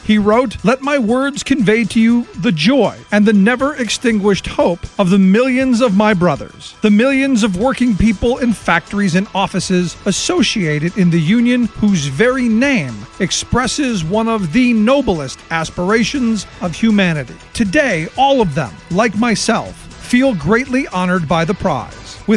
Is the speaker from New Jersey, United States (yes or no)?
no; Cleveland, Ohio, United States; I grew up in Cleveland